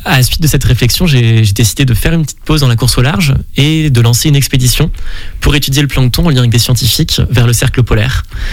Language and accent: French; Paris, Île-de-France, France; also born or lived in Nancy / Lille; J'ai grandi, alors mes parents sont originaires du Grand Ouest, mais j'ai suis né à Nancy, j'ai grandi à Paris, à Lille, au gré des déménagements de mon père pour son travail.